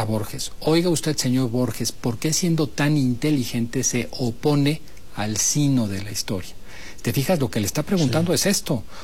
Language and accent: Spanish; Mexico; Yo no soy uno más, yo soy mexicano. Estoy orgullosa de ser mexicano